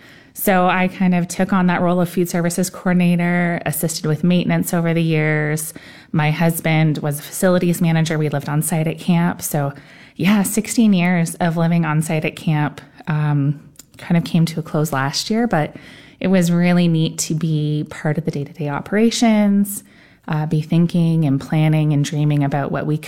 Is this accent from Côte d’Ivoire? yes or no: no; Burlington, Ontario, Canada; I grew up in Burlington, Ontario.